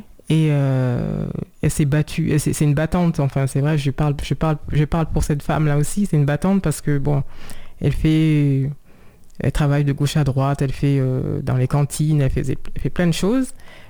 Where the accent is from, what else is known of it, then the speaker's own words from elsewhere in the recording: Saint-Cloud, Île-de-France, France; born there; parce que je suis née en France, à Saint-Cloud, dans les Hauts-de-Seine.